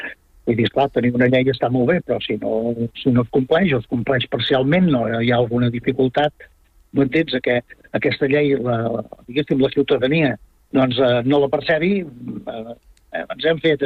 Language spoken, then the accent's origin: Catalan; Vic, Catalonia, Spain; jo soc de Vic.